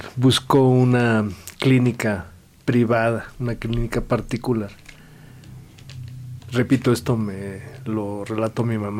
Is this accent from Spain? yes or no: no; Mexico City, Mexico; born or raised there